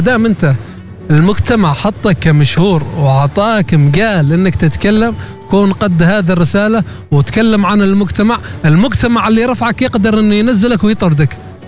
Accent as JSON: {"language": "Arabic", "town": "Salalah", "region": "Dhofar", "country": "Oman", "said": "مثل عندنا في صلالة"}